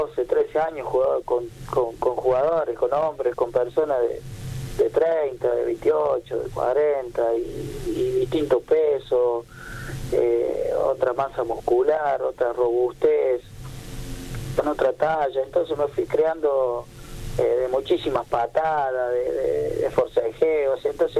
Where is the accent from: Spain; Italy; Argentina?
Argentina; Córdoba; moved away as an adult; now in Buenos Aires, Argentina; armé el bolso y salí a Corrientes, salí afuera de Córdoba, hoy me encuentro en Buenos Aires como coordinador general del Club San Miguel en la Primera Nacional